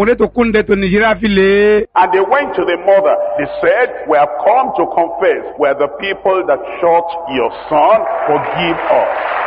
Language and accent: English; Lagos, Nigeria; moved away; And then I moved from Lagos and I got to France.